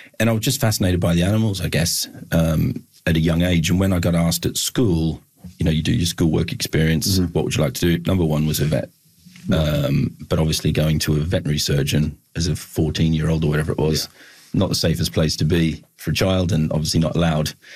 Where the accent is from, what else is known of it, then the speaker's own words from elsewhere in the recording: Williamtown, New South Wales, Australia; So I grew up there in Williamtown, quite a rural area, and probably typical of most Australian families